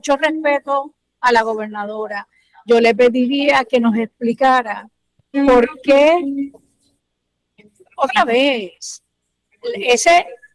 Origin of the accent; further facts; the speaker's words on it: Puerto Rico; Yo, como puertorriqueña